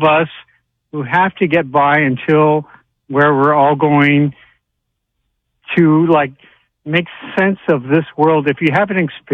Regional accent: Sedona, Arizona, United States; And, well, I grew up in Sedona, Sedona, Arizona.

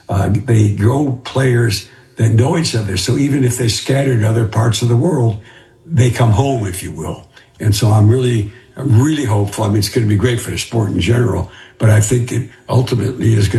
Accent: Detroit, Michigan, United States; No, I grew up in the Midwest in the 50s and early 60s.

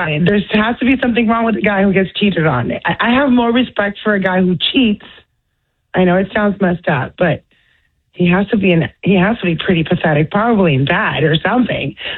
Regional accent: Florida, United States; I grew up in South Florida.

